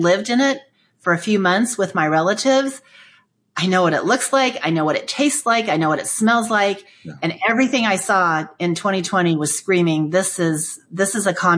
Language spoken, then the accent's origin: English; United States; born there; I was born here in the United States. I'm a naturally born American citizen. I love this country. I'm the daughter of parents who fled political persecution from behind the Iron Curtain of communism.